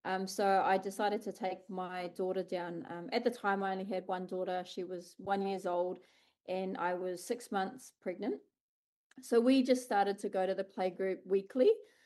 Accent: New Zealand; moved away as an adult; now in Gold Coast, Australia; Yeah, so I moved over from New Zealand to the Gold Coast in the end of 2018.

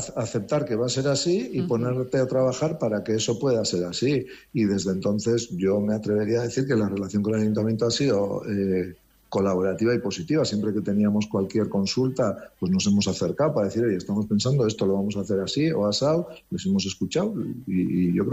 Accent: San Sebastián, Basque Country, Spain; soy ciudadano de San Sebastián

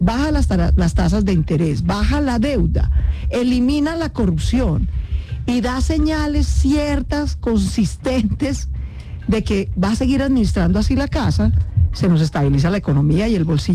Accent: Colombia; si algo somos los colombianos, somos unos berraquitos para trabajar.

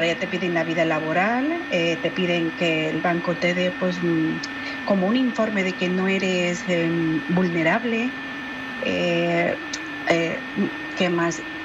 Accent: Bolivia; moved away; Sí, bueno, yo soy de Bolivia y vine hace 25 años. Y traje a las niñas después.

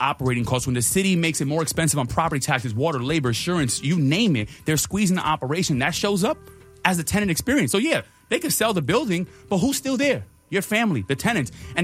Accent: New York City, New York, United States; I'm from the Bronx

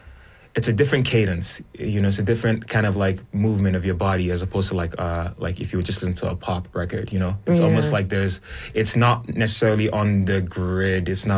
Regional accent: Nigeria; now in Canada; because I'm Nigerian. Mm-hmm. But I've also been in Canada for about 17 years. So I'm like hybrid in a sense.

